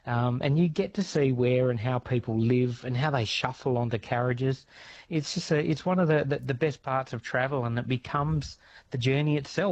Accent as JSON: {"language": "English", "region": "Western Australia", "country": "Australia", "tie": "born or raised there"}